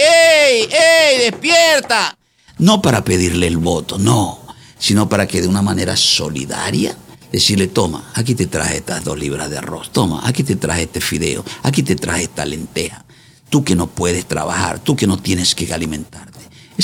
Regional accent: Quinindé, Esmeraldas, Ecuador; Yo soy campesino, Manolito, yo nací en la Marujita City, que ahora le pongo Marujita City.

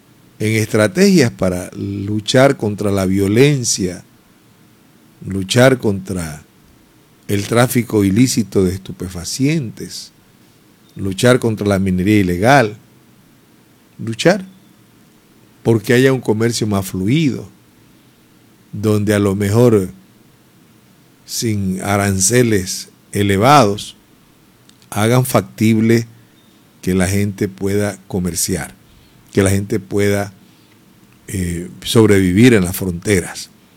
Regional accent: Ecuador; que somos los ecuatorianos

